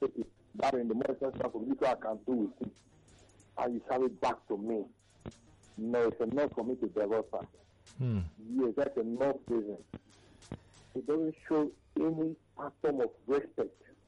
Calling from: Warri, Delta, Nigeria; Like I told you, I'm from Wari, from the other state.

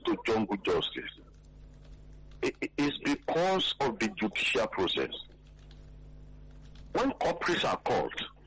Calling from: Ikeja, Lagos, Nigeria; I'm calling from Ifeja.

